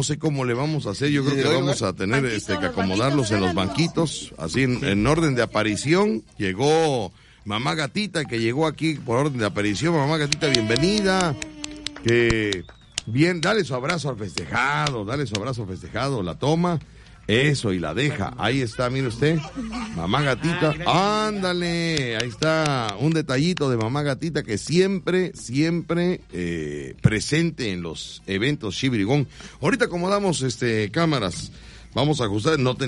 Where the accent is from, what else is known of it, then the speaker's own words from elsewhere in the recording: Mexico; born there; No porque yo haya nacido aquí